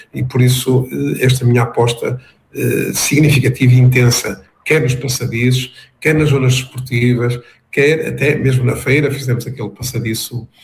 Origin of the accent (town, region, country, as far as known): Fiães, Portugal; born or raised there